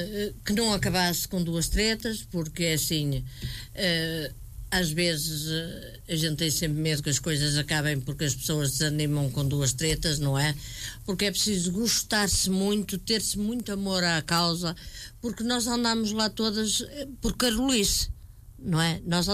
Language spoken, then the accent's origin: Portuguese; Portugal; Nós capelenses